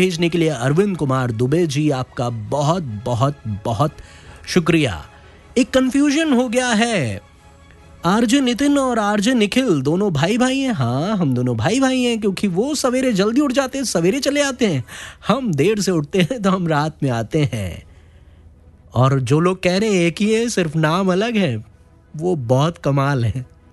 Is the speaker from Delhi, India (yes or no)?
no; Mirzapur, Uttar Pradesh, India; now in Garhwa, India; मिर्जापुर उत्तर प्रदेश का रहने वाला हूँ, अभी गढ़वा झारखंड से कार्यक्रम का आनंद ले रहा हूँ।